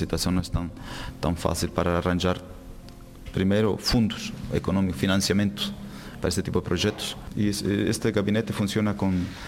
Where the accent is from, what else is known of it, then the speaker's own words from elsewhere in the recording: southern Mexico, Mexico; Portuguese is a second language; moved away as an adult; now in Portugal; Eu sou mexicano